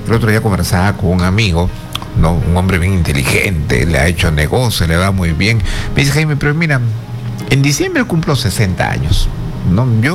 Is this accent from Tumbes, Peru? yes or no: yes; Tumbes, Peru; now in Tarapoto, Peru; Me vine de casualidad a Tarapoto, me cambiaron como militar, me quedé acá, pero yo soy de Tumbes, señor, ya me quiero regresar a Tumbes.